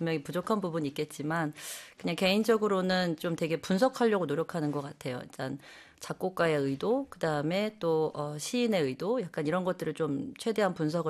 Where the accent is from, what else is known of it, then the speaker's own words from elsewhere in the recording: Suwon, Gyeonggi Province, South Korea; first language Korean; moved away as an adult; now in France; 저는 이제 수원 태생인데요.